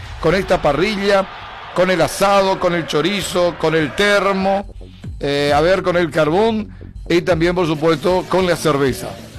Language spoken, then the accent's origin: Spanish; Paraguay; Somos paraguayos